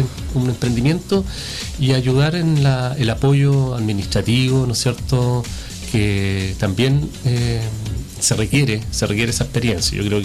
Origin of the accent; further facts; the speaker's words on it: San Pedro de la Paz, Biobío, Chile; nosotros somos originarios de San Pedro de la Paz